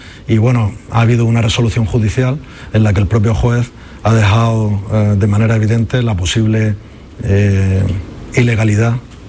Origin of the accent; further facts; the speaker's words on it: Spain; Pero evidentemente pues yo como español tengo tengo el derecho